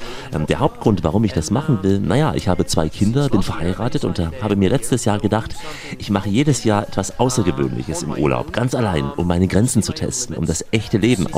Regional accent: Russia; habe ich zum Beispiel mit meinem Auto ganz Russland durchquert, von West nach Ost, 10.000 Kilometer durch mein Heimatland.

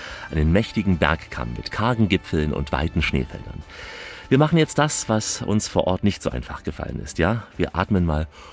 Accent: Russia; habe ich zum Beispiel mit meinem Auto ganz Russland durchquert, von West nach Ost, 10.000 Kilometer durch mein Heimatland.

